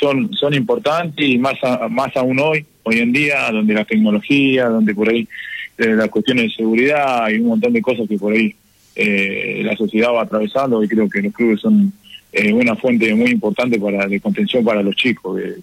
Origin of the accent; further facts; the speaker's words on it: Sierra Grande, Río Negro, Argentina; moved away; yo soy de Sierra Grande